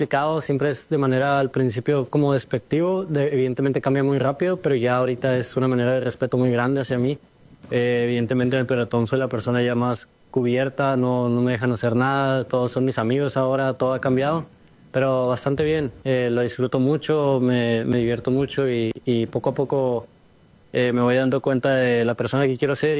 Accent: Mexico; somos mexicanos y no por eso vamos a ser menos ni nada, que somos muy orgullosos de donde somos

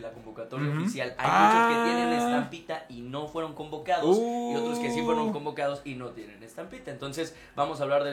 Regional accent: Mexico; moved away; yo soy de pueblo, de San Luis

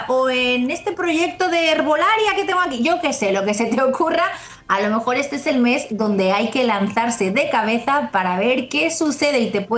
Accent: Spain; en España decimos el que mucho abarca, poco aprieta

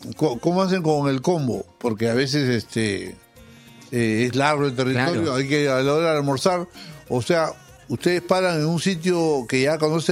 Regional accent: Lima, Peru; born there; moved away as an adult; also born or lived in Jayanca; Yo nací en Lima.

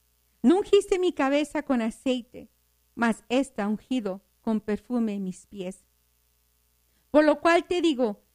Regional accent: El Paso, Texas, United States; Somos de aquí, del Paso, Texas.

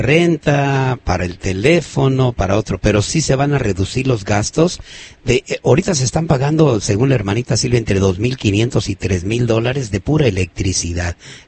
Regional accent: Michoacán, Mexico; moved away; Somos de donde mismo, de Michoacán, así es de que nos entendemos requete bien

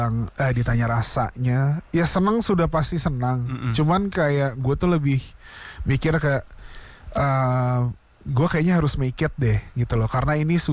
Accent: Jakarta, Indonesia; Gue asli Jakarta. Lahir.

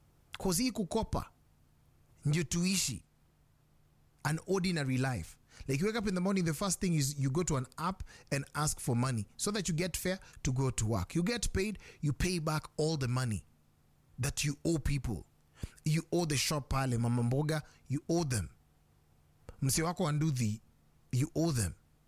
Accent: Kenya

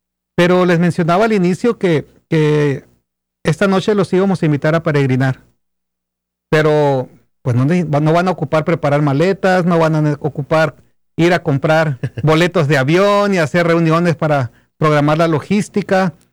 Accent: Mexico; voy a hablar como mexicano

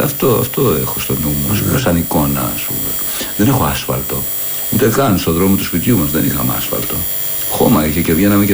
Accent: Piraeus, Attica, Greece; Εγώ μεγάλωσα στην Καστέλα μέχρι 3 χρονών και μετά πήγαμε στα Καμίνια. Στον Πειραιά. Λαϊκή οικογένεια, παιχνίδι πολύ.

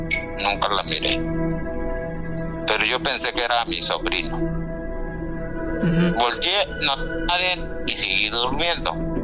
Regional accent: Guanajuato, Mexico; now in Chicago, United States; Desde Chicago. Bueno, yo soy de Guanajuato, pero ahorita traigo en Chicago

